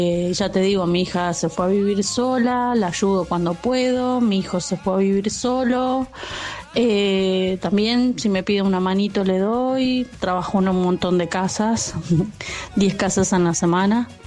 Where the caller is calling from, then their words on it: Buenos Aires, Argentina; de Caballito, empleada doméstica, alquilo.